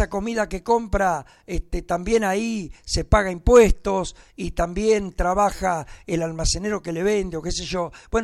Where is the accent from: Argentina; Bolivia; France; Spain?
Argentina; Necochea, Buenos Aires Province; yo soy de Necochea